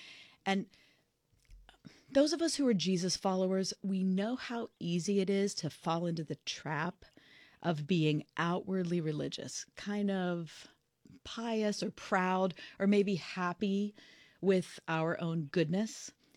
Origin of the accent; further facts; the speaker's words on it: Pittsburgh, Pennsylvania, United States; I grew up here in Pittsburgh